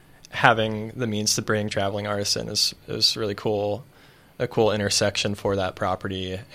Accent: Seattle, Washington, United States; moved away as an adult; now in Olympic Peninsula, United States; growing up in Seattle

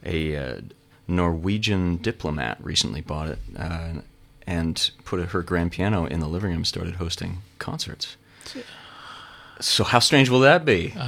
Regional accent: Gig Harbor, Washington, United States; now in Nashville, United States; I was born in Gig Harbor, back before it was insufferable.

